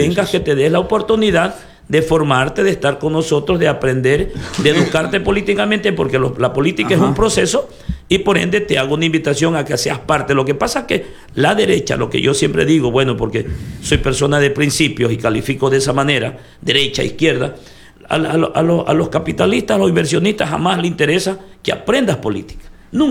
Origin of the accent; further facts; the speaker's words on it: El Guabo, El Oro, Ecuador; Sí, yo soy guabeño de corazón, siempre digo, amo a mi cantón, nacido en mi educación, en mi cantón, me he criado, jamás en la vida he emigrado